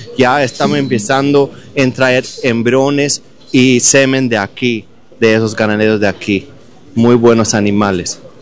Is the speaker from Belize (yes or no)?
yes; Belize; de Belice y también somos criadores de Brangus ahí de Belice.